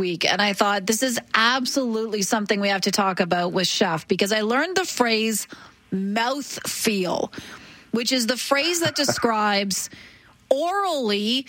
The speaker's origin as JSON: {"language": "English", "region": "Ontario", "country": "Canada", "accent": "Ontario", "said": "versus my Ontario accent when I say, oh, I'm going to have tomatoes."}